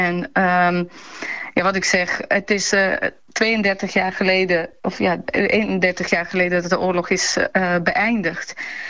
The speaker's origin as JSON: {"language": "Dutch", "country": "Bosnia & Herzegovina", "said": "Weet je, ik kom echt uit Bosnië, waar die oorlogsmisdaden plaats hebben gevonden. Zelf van Servisch-Kroatische roots."}